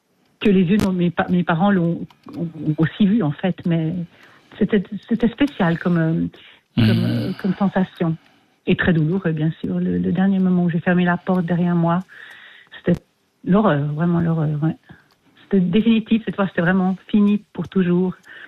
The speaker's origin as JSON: {"language": "French", "region": "Geneva", "country": "Switzerland", "tie": "born there", "moved": "yes", "said": "j'étais adoptée, j'avais un mois et demi. Je suis née à Genève"}